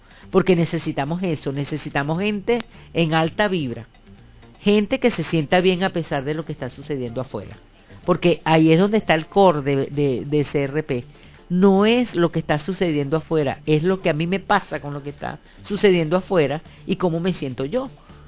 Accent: Venezuela; soy venezolana y estoy aquí

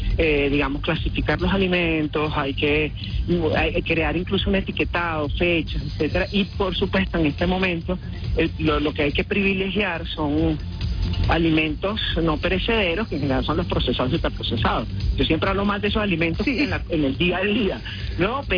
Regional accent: Venezuela

